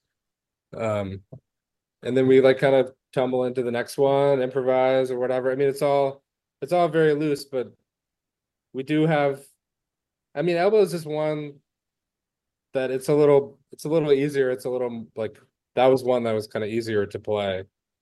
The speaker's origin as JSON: {"language": "English", "town": "Richmond", "region": "Virginia", "country": "United States", "tie": "born or raised there", "said": "growing up in Richmond just feels like how they say America is a melting pot. It felt like Richmond gave me a melting pot of the black experience of America."}